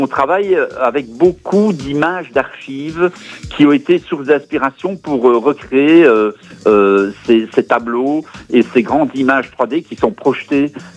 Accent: Herve, Wallonia, Belgium; moved away as an adult; now in Brussels, Belgium; je suis hervien d'origine et j'ai migré à Bruxelles pour des raisons professionnelles il y a une trentaine d'années, mais je retourne régulièrement sur le plateau et dans ce fabuleux terroir.

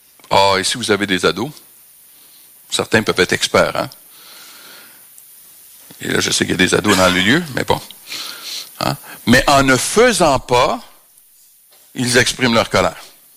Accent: Canada; je suis Canadien

